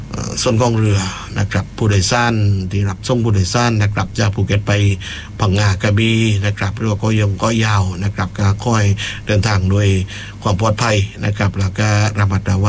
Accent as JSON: {"language": "Thai", "region": "Phuket", "country": "Thailand"}